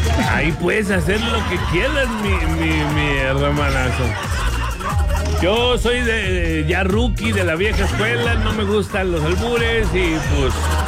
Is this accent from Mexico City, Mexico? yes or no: no; Hidalgo, Mexico; Ahí de pulque y barbacoa en mi tierra Hidalgo.